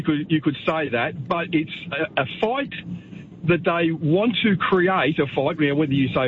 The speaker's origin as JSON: {"language": "English", "town": "Ballarat", "region": "Victoria", "country": "Australia", "tie": "born or raised there", "said": "Yes, well, I mean, I grew up in Ballarat"}